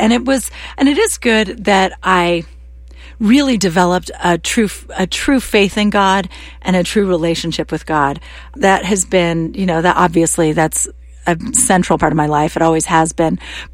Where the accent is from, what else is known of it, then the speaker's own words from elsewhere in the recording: United States; I'm an American. I grew up here. I was non-denominational Christian. And when I met my husband, he was Serbian Orthodox.